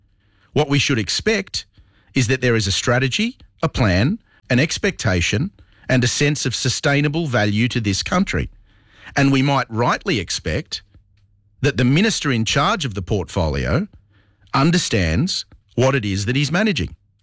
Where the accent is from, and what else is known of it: Australia